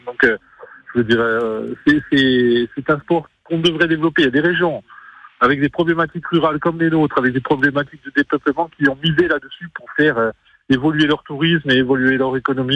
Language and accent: French; Corsica, France